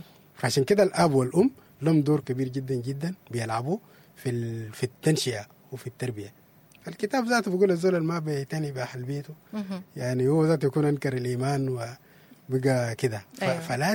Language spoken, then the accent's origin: Arabic; Sudan; فنحن كسودانيين